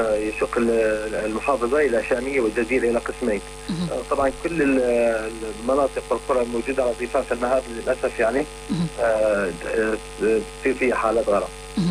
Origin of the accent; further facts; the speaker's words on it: Deir ez-Zor, Deir ez-Zor Governorate, Syria; أهالينا في مدينة دير الزور